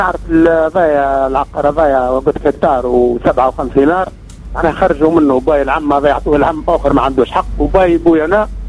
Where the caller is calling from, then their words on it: Kairouan, Kairouan Governorate, Tunisia; من القروان